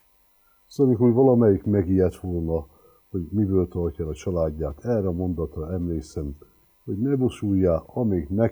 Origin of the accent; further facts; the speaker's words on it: Szekszárd, Tolna, Hungary; moved away; also born or lived in Pécs; valóban Szekszárdon születtem